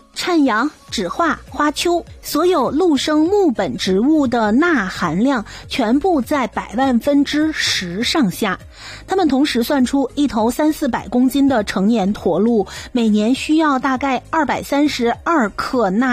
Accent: Canada; 这件事听起来像是咱们加拿大人在开玩笑

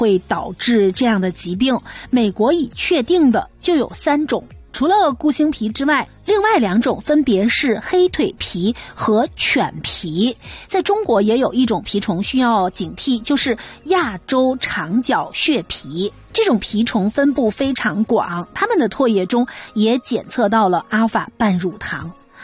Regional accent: Canada; 咱们加拿大人

